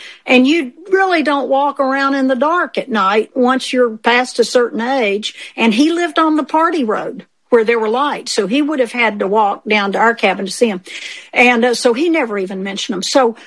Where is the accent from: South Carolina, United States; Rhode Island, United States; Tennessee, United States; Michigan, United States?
Tennessee, United States; Elkmont; They knew I was from Elkmont.